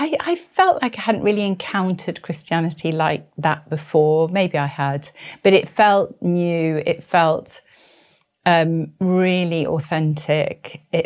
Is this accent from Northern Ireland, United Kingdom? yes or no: no; London, United Kingdom; born there; also born or lived in New York State; I grew up in Wimbledon.